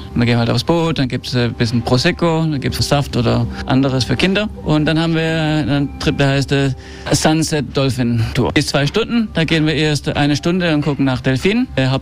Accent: Ibiza, Balearic Islands, Spain; now in Maldives; Genau, ich bin in Ibiza geboren und aufgewachsen. Ich habe noch nie in Deutschland gelebt, aber meine Eltern kommen aus Stuttgart.

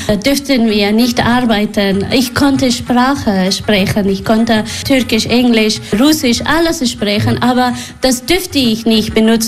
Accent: Kabul, Afghanistan; now in Germany; Nee, ich komme aus aus Kabul.

